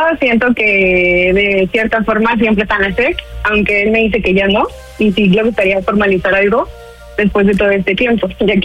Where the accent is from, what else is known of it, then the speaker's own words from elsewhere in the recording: Cuernavaca, Morelos, Mexico; Hola, soy de Cuernavaca y tengo 32 años.